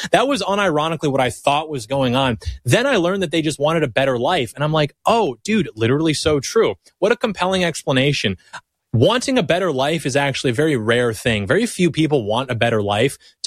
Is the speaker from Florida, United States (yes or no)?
no; Michigan, United States; I just want nothing like that in my home state. My home state, which, by the way, I can go take a drive down to Hart Plaza in Detroit.